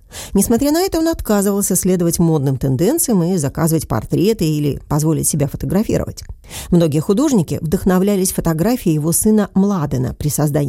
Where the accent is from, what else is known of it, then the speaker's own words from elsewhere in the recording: Svidník, Prešov Region, Slovakia; Ребята были вместе в Шерешане, я из Свидника